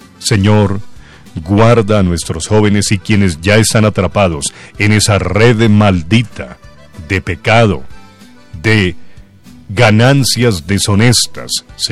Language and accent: Spanish; Colombia; para que nos amemos como colombianos.